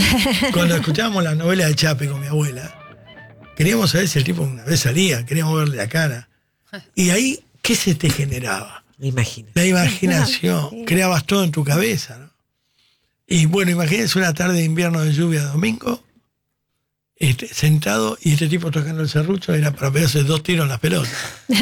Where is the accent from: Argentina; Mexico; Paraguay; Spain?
Argentina; Queremos ser norteamericanos. Ese es otro problema de los argentinos. Y no somos norteamericanos. Y queremos ser.